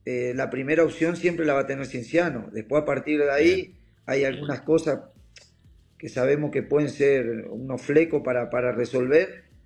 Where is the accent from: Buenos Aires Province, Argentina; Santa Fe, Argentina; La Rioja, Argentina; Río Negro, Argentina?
Santa Fe, Argentina; Reconquista; also born or lived in Spain; now in Cusco, Peru; yo soy argentino, soy de Reconquista, pero hace 24 años que vivo en España. Uh-huh. Ahora hace 3 años, 4 que estoy acá en Perú por motivos laborales